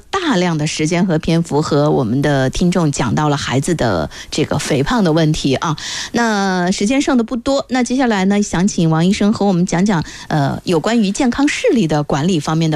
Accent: Yichang, Hubei, China

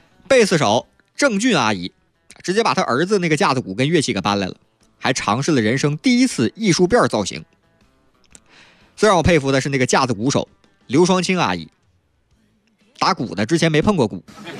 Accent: Northeast China, China; accent: Northeastern (Dongbei); 按我们东北话

